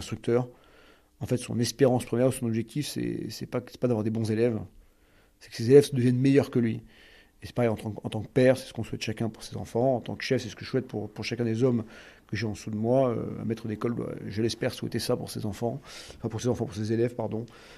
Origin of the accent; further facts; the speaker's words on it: France; en tant que Français